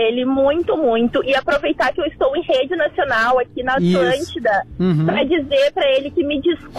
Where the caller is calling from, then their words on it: Canoas, Rio Grande do Sul, Brazil; Eu falo de Canoas